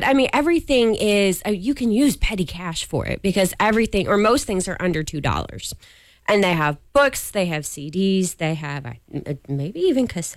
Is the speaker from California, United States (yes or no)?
no; Illinois, United States; moved away; my hometown in Illinois